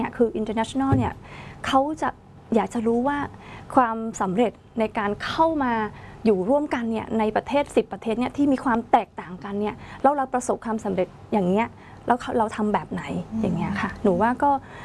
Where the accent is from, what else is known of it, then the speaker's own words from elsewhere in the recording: Cambodia; Thai is a second language; เราก็พูดภาษาไทยซึ่งคนไทยบางคนก็อาจจะไม่ทราบว่าเราเป็นคนกัมพูชาด้วยซ้ำอย่างเงี้ยค่ะ